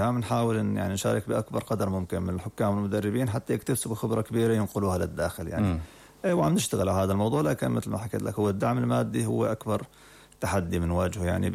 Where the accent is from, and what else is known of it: Syria